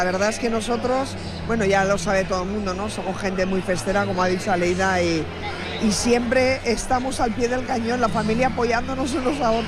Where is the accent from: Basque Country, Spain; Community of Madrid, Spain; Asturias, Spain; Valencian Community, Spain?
Valencian Community, Spain; Alicante; No, yo salí de Florida Portazgo. Yo salí Belleza de Florida Portazgo. Que mi padre, a pesar de que mis padres son manchegos, uh-huh. tengo que decir que cuando vinieron a Alicante